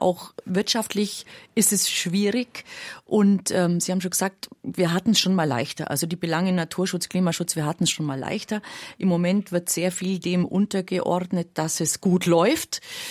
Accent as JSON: {"language": "German", "region": "Bavaria", "country": "Germany", "tie": "born or raised there", "said": "Also es ist meine Heimatregion, deswegen kenne ich mich da ein bisschen aus. Also Fellhorn, natürlich beliebtes Skigebiet"}